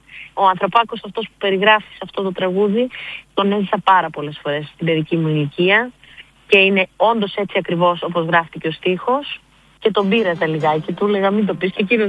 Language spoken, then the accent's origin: Greek; Ludwigshafen, Rhineland-Palatinate, Germany; moved away; υπήρχαν άνθρωποι οι οποίοι δουλεύανε στα εργοστάσια της BSS εκεί κοντά στο Λουτφιξάφιν όπου μεγάλωσα.